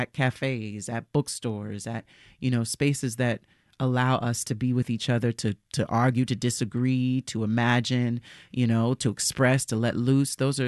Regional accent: New York, United States; I mean, of course, like growing up in New York and being able to perform.

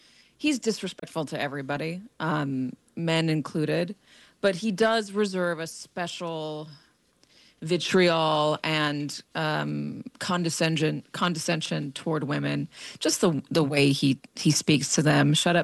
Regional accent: California, United States; I say we because I am a Californian

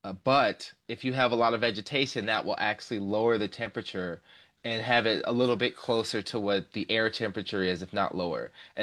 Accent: Chicago, Illinois, United States; moved away; I'm actually from Chicago.

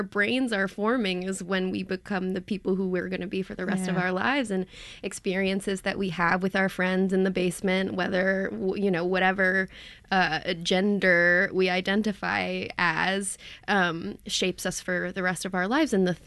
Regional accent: New York City, New York, United States; I grew up in New York City

